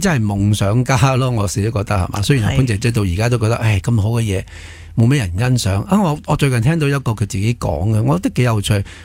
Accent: Hong Kong; 因為我哋香港人都幾熟嘅，對於《白蛇傳》呢樣嘢

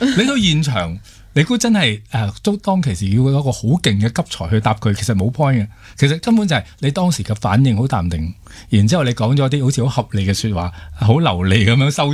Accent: Hong Kong; first language Cantonese; 我哋香港人

